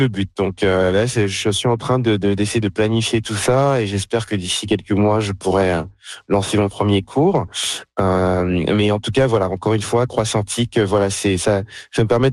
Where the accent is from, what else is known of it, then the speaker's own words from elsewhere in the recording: France; now in Canada; ici en Saskatchewan, moi je suis français d'origine, et en fait, tout simplement, et j'ai pas réussi à trouver quelque chose qui me rappelle un peu ma jeunesse en France